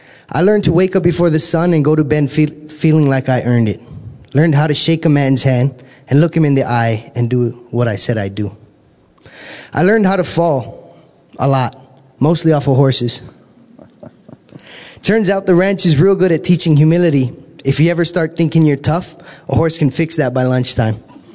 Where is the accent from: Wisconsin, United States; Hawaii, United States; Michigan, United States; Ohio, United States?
Hawaii, United States; Paauilo; moved away as an adult; also born or lived in Los Angeles; I am from the Hamakua side of the Big Island, Pa'owilo. I'm born and raised out there on that side of the island. I grew up on a cattle ranch.